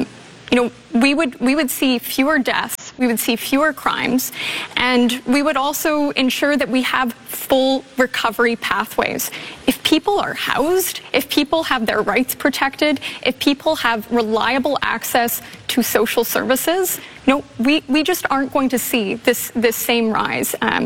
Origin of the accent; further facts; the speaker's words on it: Victoria, British Columbia, Canada; Yeah, growing up in Victoria